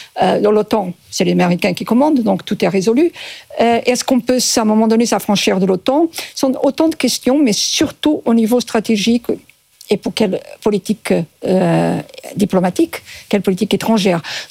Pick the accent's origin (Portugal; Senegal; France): Portugal; Moi, je suis portugaise à 100%.